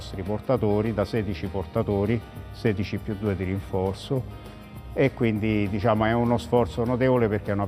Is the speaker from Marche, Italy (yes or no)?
no; Rome, Lazio, Italy; specie per noi che siamo nati e cresciuti a Trastevere, quindi siamo già da piccoli, noi cresciamo con la voglia di poter fare i portatori della Madonna.